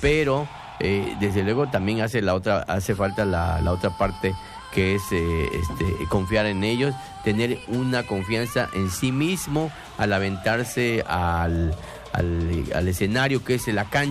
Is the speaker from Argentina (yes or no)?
no; Mexico; nosotros como mexicanos desde nuestro hogar